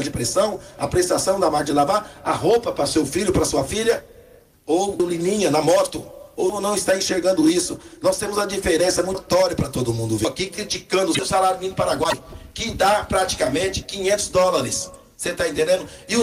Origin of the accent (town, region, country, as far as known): Brazil